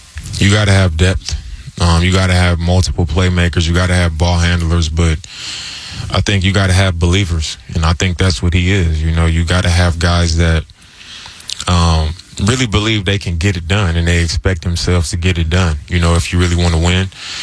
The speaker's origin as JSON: {"language": "English", "town": "Oakland", "region": "California", "country": "United States", "moved": "as an adult", "lives_now": "Portland, United States", "said": "I'm from Oakland, that's home. I've been living here 15 years."}